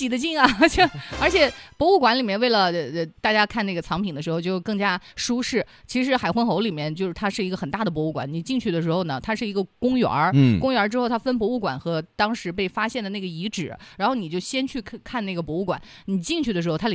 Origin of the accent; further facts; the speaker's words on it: Hunan, China; 我作为湖南人，